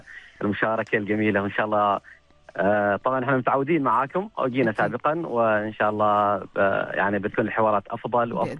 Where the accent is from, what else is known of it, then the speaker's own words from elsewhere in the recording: Oman; عندنا في سلطنة عمان